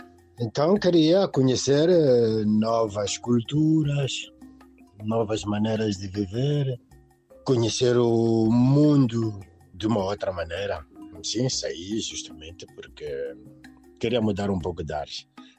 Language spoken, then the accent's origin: Portuguese; Maputo, Mozambique; moved away as an adult; also born or lived in Fuerteventura, Spain; now in France; eu sou da Mafalala, vivo no sul da França. O que é que me fez sair de Moçambique? Mudar um pouco, eu acho que eu saí de Moçambique, acho que já tinha 36 anos por aí. Quando eu saí, 2006 por aí.